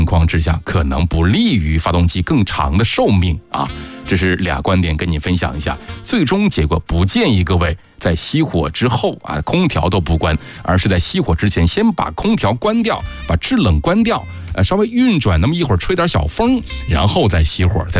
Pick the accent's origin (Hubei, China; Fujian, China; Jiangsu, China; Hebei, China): Hubei, China; Wuhan; 咱们都是武汉的，这个湖北的，咱们几个铁子们啊